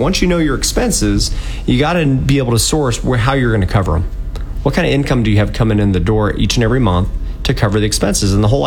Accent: Dayton, Ohio, United States; I think is just so cool that we're actually from Dayton.

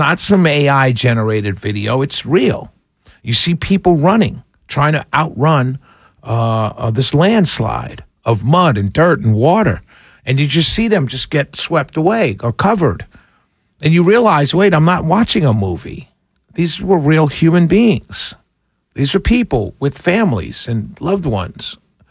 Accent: New York City, New York, United States; And so I grew up in New York City.

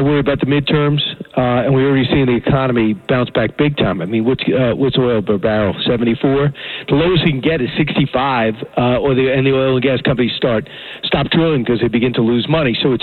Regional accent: Long Island, New York, United States; And, you know, I grew up here in Long Island, and, you know, I work in the city now for about 30 years.

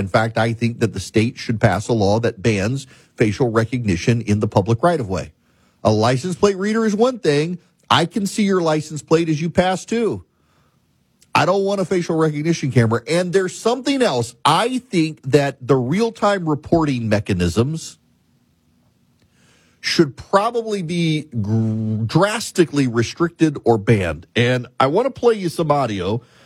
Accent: Georgia, United States; my home state of Georgia

